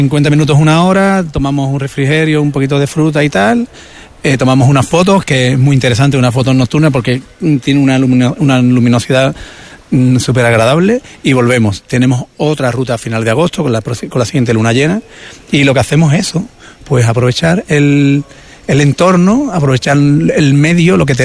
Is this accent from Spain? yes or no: yes; Isla Cristina, Andalusia, Spain; De Isla Cristina, de mi pueblo